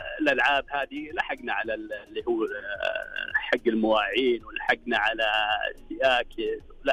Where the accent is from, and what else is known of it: Al-Kharj, Riyadh Province, Saudi Arabia; born or raised there